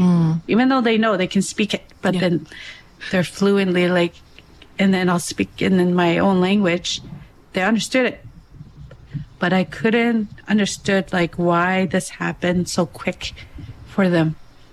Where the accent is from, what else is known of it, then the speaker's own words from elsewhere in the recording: Northwest Territories, Canada; I'm from Dene, like the Dalene Gotine